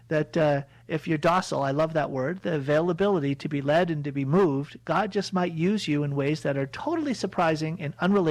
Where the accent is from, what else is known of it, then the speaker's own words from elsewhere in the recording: Boston, Massachusetts, United States; I'm from Boston, and we always said Psalm.